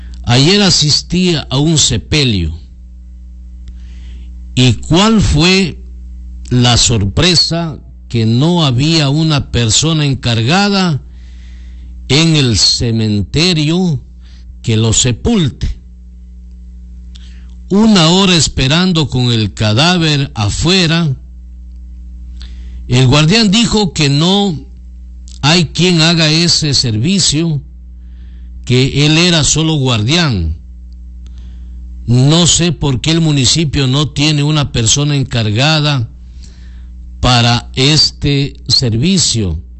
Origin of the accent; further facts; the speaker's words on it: Loja, Ecuador; moved away; al menos en mi tierra, Loja, se dice ponzoña, no aguja.